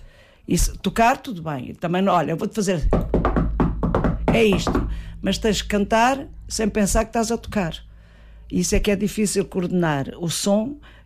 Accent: Unhais da Serra, Centro, Portugal; Portanto, eu comecei com as cantigas, porque na minha terra não há fado, em Unhais da Serra não há fado, ainda hoje.

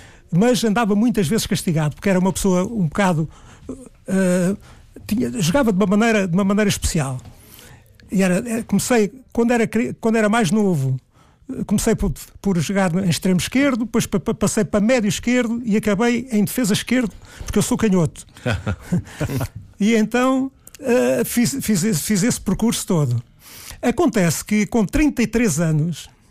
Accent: Oeiras, Lisbon, Portugal; also born or lived in Alcântara, Lisbon; Eu nasci em Alcântara, fui com 5 anos para uma aldeia que se chama Porto Salvo, que hoje já é freguesia do Conselho do Eiras. Mas nasci em Alcântara e fiquei com as minhas raízes sempre em Alcântara.

